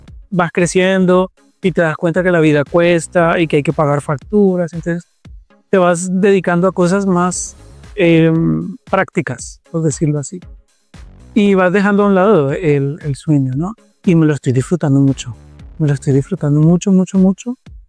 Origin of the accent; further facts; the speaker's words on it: Bogotá, Colombia; also born or lived in Barranquilla; Soy nacido en Barranquilla, pero me he criado la mayor parte en Bogotá.